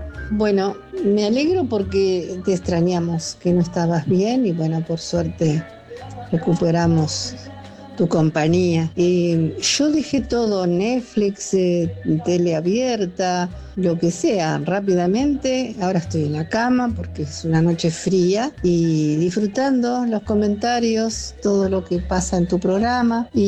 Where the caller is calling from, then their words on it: Buenos Aires, Argentina; de Monte Castro.